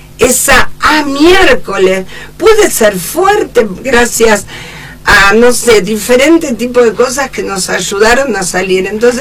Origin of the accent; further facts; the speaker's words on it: San Martín, Buenos Aires Province, Argentina; Yo nací en San Martín, Villa Maipú. Hay un rinconcito de Villa Maipú que me marca toda mi infancia, un proceso muy fuerte.